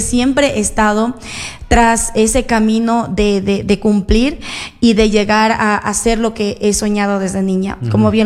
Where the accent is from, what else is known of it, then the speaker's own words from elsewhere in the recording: Ecuador; como ecuatorianos tenemos un diverso gusto por los géneros musicales.